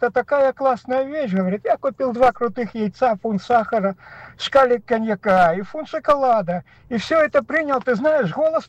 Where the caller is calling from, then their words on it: Hadera, Haifa District, Israel; Здравствуйте … из Хадера.